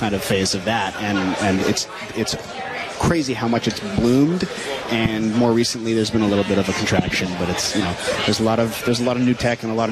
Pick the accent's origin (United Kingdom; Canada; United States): Canada; Vancouver, British Columbia; moved away; It's really when I grew up in Canada. I'm from Vancouver, Canada.